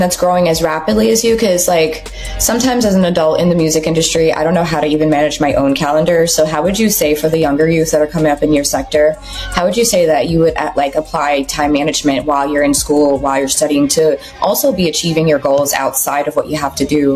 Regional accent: New York City, New York, United States; I'm a New Yorker

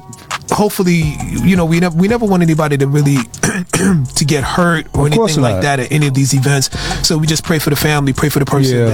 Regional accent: Brooklyn, New York, United States; Right, we from New York. Yeah, I'm from Brooklyn.

